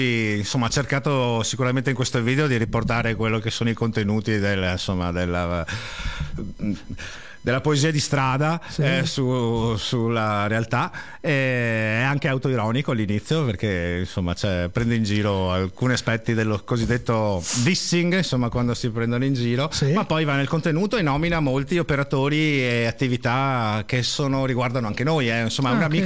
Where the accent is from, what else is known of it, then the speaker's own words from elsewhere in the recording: Padua, Veneto, Italy; born there; Sono nato a Padova, certo.